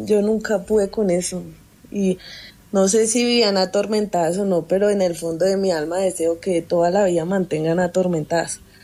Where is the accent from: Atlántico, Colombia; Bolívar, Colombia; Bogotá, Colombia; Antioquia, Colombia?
Bogotá, Colombia; Yo que soy rola